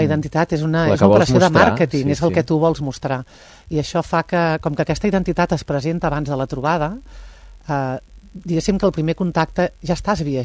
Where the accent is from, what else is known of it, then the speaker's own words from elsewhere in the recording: Prats de Lluçanès, Catalonia, Spain; Clar, tio, és que jo soc de Prats